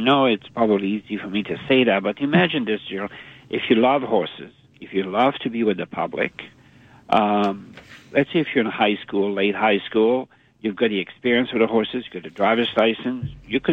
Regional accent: Quebec City, Quebec, Canada; And when I first came here, I'm originally from Quebec City. So when I first came here, I used to love to take my bike every day around the park.

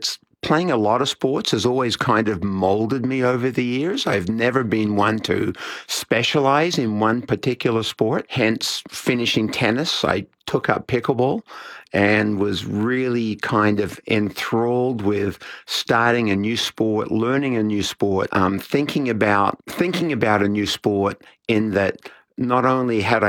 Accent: Australia; moved away as an adult; also born or lived in United States; now in Edmonton, Canada; I'm originally from Australia and moved over to North America to continue a tennis journey when I was 18 in the early 80s.

